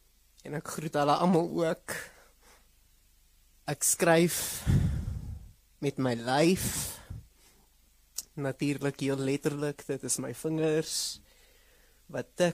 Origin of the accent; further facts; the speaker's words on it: Mbombela, Mpumalanga, South Africa; Ek kom uit die Laagveld uit. Mbombela spesifiek. Maar ek sê altyd Laagveld, want ek het groot geword saam met die mense van Sabi en Easy View en Komati Poort en Mashi Singh en Kanye Mazan